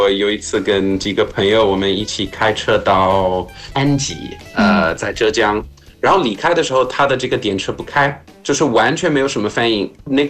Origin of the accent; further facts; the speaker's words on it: South Africa; moved away; 我记得我小时候在南非，